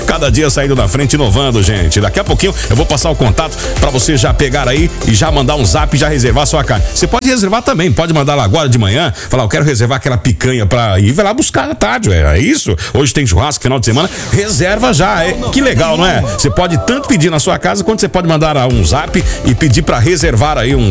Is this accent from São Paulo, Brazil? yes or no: no; Terra Boa, Paraná, Brazil; born there; moved away; Minha terra natal. Ei, Terra Boa.